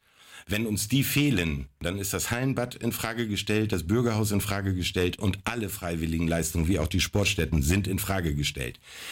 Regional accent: Schortens, Lower Saxony, Germany; ich bin 55 Jahre alt und gebürtiger Schottenser. Ich war nur zum Studieren ein paar Jahre weg und habe mich dann entschieden, wieder in meine Heimat zurückzukehren.

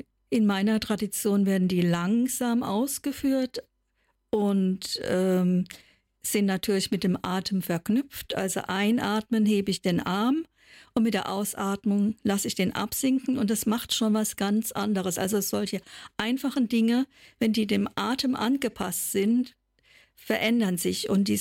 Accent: Baden-Württemberg, Germany; accent: southern German; ich komme aus Süddeutschland, wie man das wohl hört von der Sprachmelodie. Ich komme aus dem Rhein-Neckar-Kreis.

